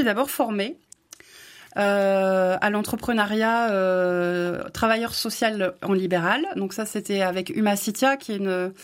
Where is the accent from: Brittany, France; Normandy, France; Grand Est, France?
Brittany, France; Brest; moved away as an adult; now in Charente, France